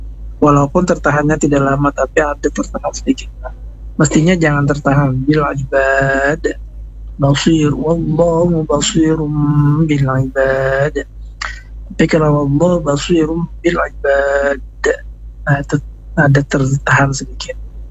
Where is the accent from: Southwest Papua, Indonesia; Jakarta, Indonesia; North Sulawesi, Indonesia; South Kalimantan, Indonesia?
South Kalimantan, Indonesia; Banjar; kita orang Banjar khususnya ya, kita orang Banjar